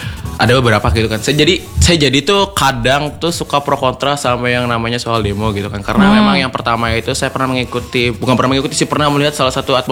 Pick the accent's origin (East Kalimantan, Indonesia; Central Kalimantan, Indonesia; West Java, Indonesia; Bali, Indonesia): West Java, Indonesia; Klangenan; kita orang Klangenan.